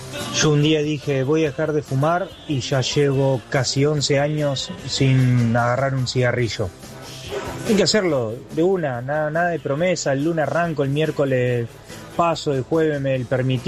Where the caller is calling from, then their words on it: Rosario, Santa Fe, Argentina; de Rosario